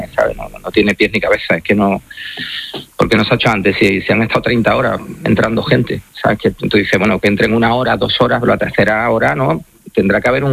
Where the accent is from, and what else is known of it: Spain